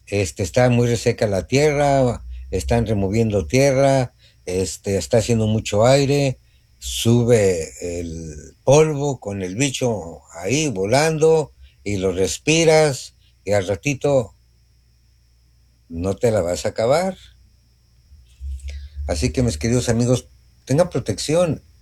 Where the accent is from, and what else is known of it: Mexico